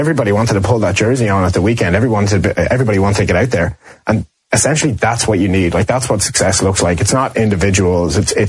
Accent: Ireland; accent: Irish

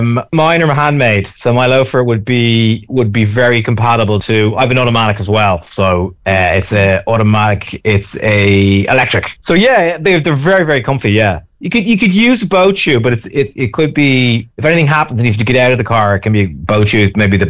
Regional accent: Dublin, Leinster, Ireland; accent: Southside

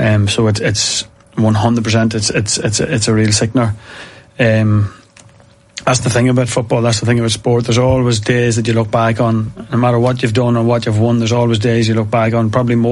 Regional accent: Monaghan, Ulster, Ireland; Yeah, well, it's as you say, I was born maybe 6 or 7 months before Monaghan won that Ulster Championship in 88.

